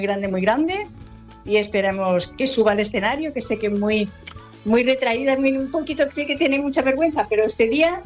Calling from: Palma, Balearic Islands, Spain; estoy en Palma

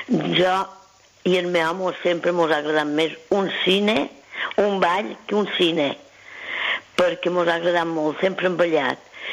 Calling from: Palmanyola, Balearic Islands, Spain; de Palmanyola.

